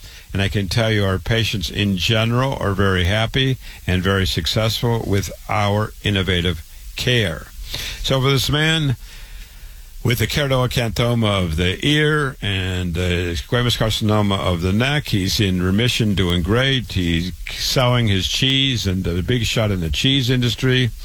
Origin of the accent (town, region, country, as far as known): Waterloo, Iowa, United States; born or raised there